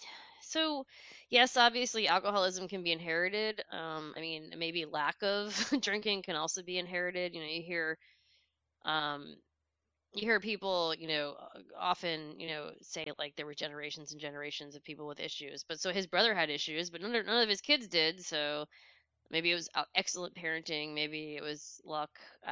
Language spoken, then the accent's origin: English; New York, United States; I'm the same age as Don Jr. I'm older than Ivanka. I grew up in New York, and Trump was big.